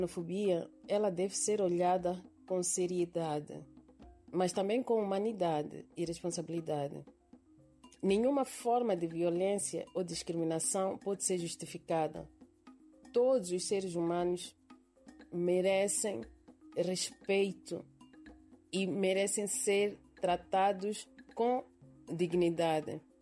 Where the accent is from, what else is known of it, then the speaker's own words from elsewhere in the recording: Mozambique; now in France; Como moçambicana na diáspora